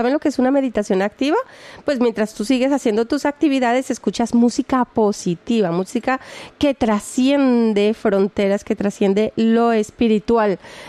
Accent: Caribbean Region, Colombia; yo soy de Colombia, me voy de vacaciones y digo, wow, la temperatura de mi Caribe colombiano no se compara a ningún mar.

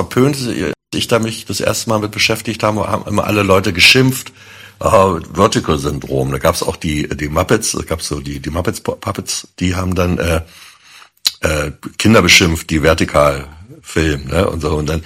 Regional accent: Berlin, Germany

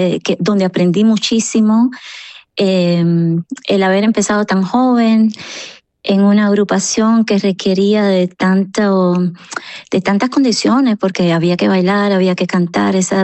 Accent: Cuba; moved away; eso me lo tomé como una misión desde que salí de Cuba, y creo que lo estoy logrando y con mucho orgullo y con esa responsabilidad de poner el nombre de la música cubana y de Cuba en alto

